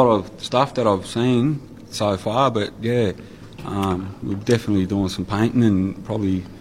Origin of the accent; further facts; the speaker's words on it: Australia; from Yorta Yorta Papal on the Murray River there.